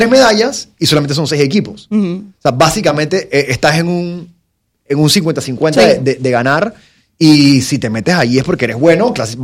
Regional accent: Panama; yo soy de Panamá

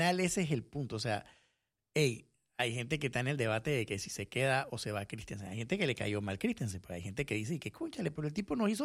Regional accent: Panama; somos panameños, pues que nos gusta tomar todo hasta la última hora

